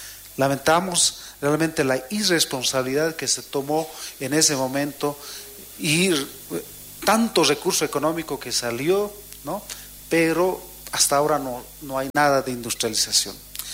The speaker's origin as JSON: {"language": "Spanish", "region": "Oruro", "country": "Bolivia", "said": "somos nosotros, orureños, los hermanos y hermanas que viven de ahí"}